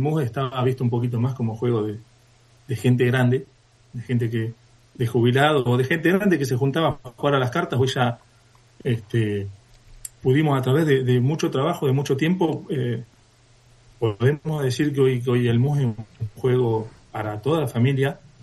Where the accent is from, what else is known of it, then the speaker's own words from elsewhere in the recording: Saladillo, Buenos Aires Province, Argentina; also born or lived in La Plata; now in Pergamino, Argentina; yo soy oriundo de mi tierra natal, estoy aquí en Saladillo, en la casa de mis padres.